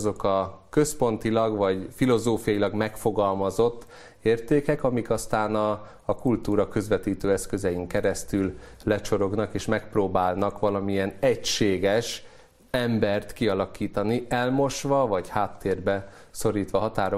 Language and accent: Hungarian; Hungary; ami tartást adhat nekünk magyarként